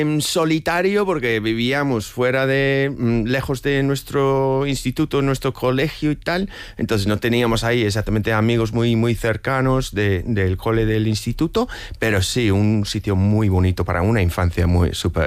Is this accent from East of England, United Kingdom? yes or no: yes; East of England, United Kingdom; Spanish is a second language; moved away; Yo soy de un condado que se llama Essex, que sí, es un nombre muy reconocido por mucha gente